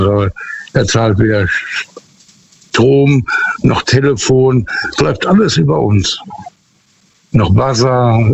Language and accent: German; Hesse, Germany; Ich bin eigentlich aus der Nähe von Biblis.